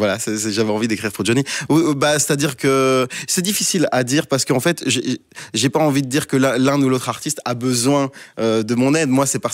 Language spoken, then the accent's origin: French; Brussels, Brussels-Capital Region, Belgium; quand on est bruxellois